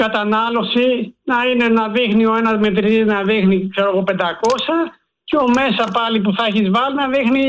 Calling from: Metamorfosi, Attica, Greece; από τη Μεταμόρφωση.

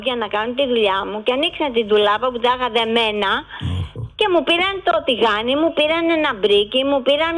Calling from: Greece; Εντάξει, είμαι Ελληνίδα, είμαι στην πατρίδα μου

